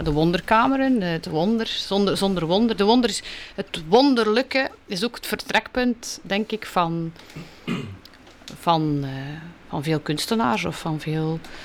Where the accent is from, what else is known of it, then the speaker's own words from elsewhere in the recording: Moorsele, Flanders, Belgium; born there; in Moorselen. In mijn geboortedorp